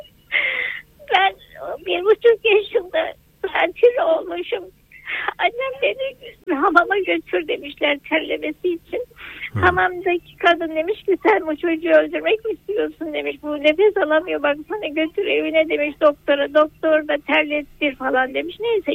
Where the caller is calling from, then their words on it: Samsun, Turkey; Samsun'dan arıyorum ben